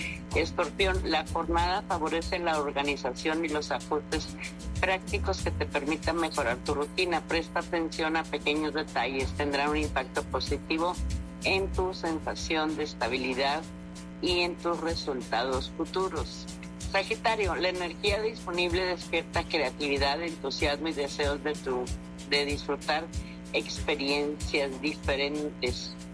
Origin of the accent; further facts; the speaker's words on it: Monterrey, Nuevo León, Mexico; moved away; allá en mi tierra, en Monterrey, Nuevo León, ahí en San Pedro Garza García.